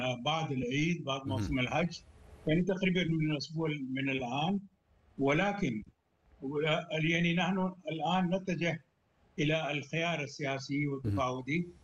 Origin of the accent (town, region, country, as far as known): Pakistan